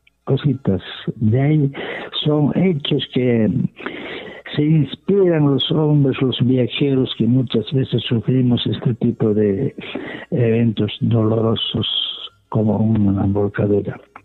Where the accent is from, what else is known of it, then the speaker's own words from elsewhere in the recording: Cusco, Peru; nosotros somos los de Cusco, hinchas del Cienciano